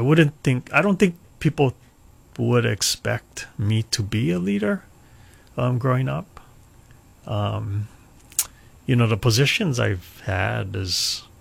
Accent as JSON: {"language": "English", "town": "Hilo", "region": "Hawaii", "country": "United States", "tie": "born or raised there", "said": "You know, growing up in Hilo, my parents ran a family business."}